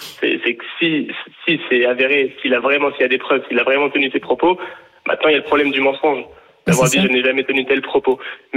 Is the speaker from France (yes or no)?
yes; Nice, Provence-Alpes-Côte d'Azur, France; now in Israel; En fait, je suis à la base, je suis niçois, Et je vous écoute depuis ma plus tendre enfance.